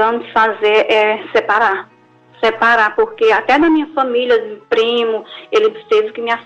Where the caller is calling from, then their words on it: Ceará, Brazil; Da cidade do Ceará.